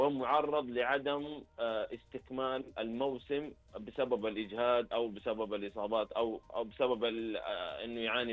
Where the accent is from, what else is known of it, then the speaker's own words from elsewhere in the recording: Saudi Arabia; هنا عندنا في السعودية